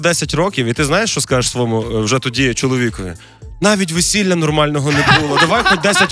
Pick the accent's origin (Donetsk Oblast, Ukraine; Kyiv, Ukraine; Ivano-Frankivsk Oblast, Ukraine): Ivano-Frankivsk Oblast, Ukraine; Я ріс на Франківщині